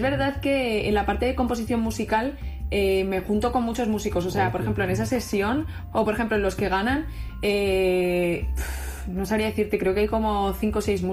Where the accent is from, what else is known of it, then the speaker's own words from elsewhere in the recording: Madrid, Community of Madrid, Spain; also born or lived in United States; yo de hecho nací en Estados Unidos por casualidades, entonces he ido mucho allí y me gusta ir para allá y me gusta hablar inglés, pero toda mi infancia la he vivido aquí, mi adolescencia, o sea que soy de Madrid y me reconozco como tal